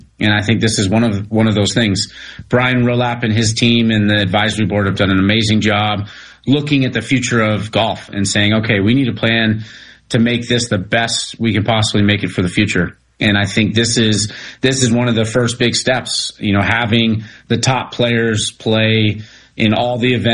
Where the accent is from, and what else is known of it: United States